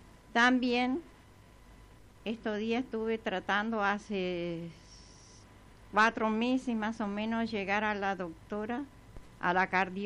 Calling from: Resistencia, Chaco, Argentina; con la edad de 72 años me cruzo la ciudad de Resistencia de punta en punta

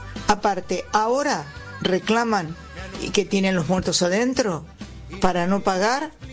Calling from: Buenos Aires, Argentina; Buenos días … de Villa del Parque.

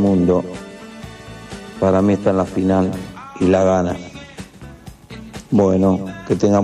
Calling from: Germany; Alemania. Bueno, acá trabajando

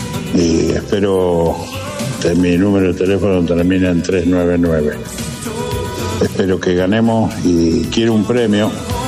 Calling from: General Rodríguez, Buenos Aires Province, Argentina; de General Rodríguez, jubilado, tengo 68 años

